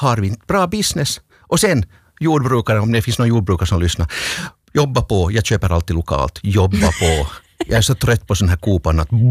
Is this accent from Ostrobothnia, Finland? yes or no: yes; Vaasa, Ostrobothnia, Finland; also born or lived in Kvevlax; jag växte upp i Kvävlax och i Vasa under min barndom.